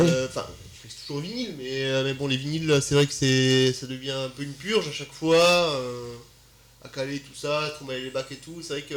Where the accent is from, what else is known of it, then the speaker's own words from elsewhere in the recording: Toulouse, Occitanie, France; moi, je suis de Toulouse, originaire d'ici, hein, Occitanie.